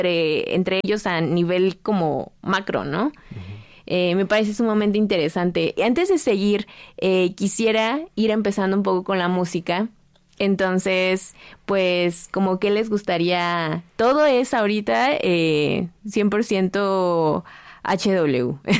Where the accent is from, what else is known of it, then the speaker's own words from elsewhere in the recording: Nicolás Romero, State of Mexico, Mexico; había visto que él vivía antes en Atizapán, que es muy cerca de donde yo soy, de Nicolás Romero